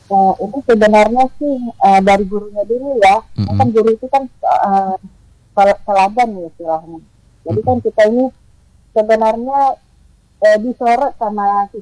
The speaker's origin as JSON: {"language": "Indonesian", "town": "Meulaboh", "region": "Aceh", "country": "Indonesia", "tie": "born there", "also_born_or_lived": "Bogor"}